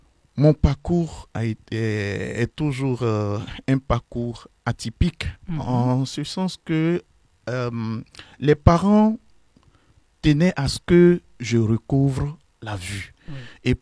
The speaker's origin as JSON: {"language": "French", "town": "Songon", "region": "Abidjan", "country": "Côte d’Ivoire", "tie": "born or raised there", "said": "Je voudrais préciser que je suis originaire de Songon Kassamblé, donc ce qui veut dire que je suis de la paroisse Saint-Luc des Cités, Saint-Luc de Songon Kassamblé et les Cités."}